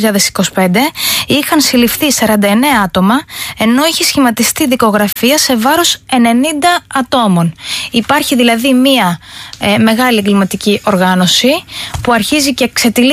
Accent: Spercheiada, Central Greece, Greece; Σπερχιάδα.

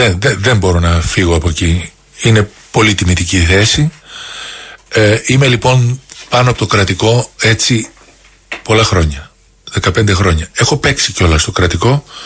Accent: Thessaloniki, Central Macedonia, Greece; born there; Γεννήθηκα στη Θεσσαλονίκη

